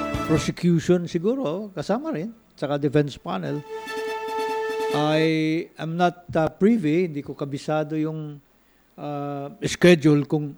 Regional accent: Mindanao, Philippines; Taga Mindanao po ako.

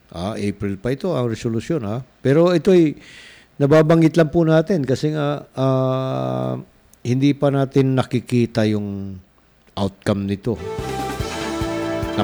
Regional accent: Bayawan, Central Visayas, Philippines; now in Las Piñas, Philippines; Sir Angel, ako'y taga Barrio Magsulay, Nara, Bayawan City, Negros Oriental.

